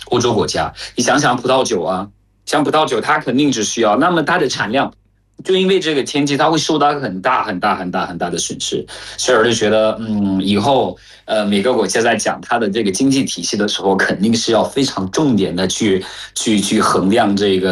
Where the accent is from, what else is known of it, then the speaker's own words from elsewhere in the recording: Cameroon; Chinese is a second language; 我是来自喀麦隆的